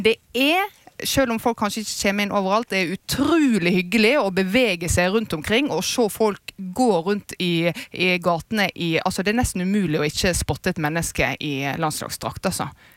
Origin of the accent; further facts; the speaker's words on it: Møre og Romsdal, Norway; som jeg som sunnmøring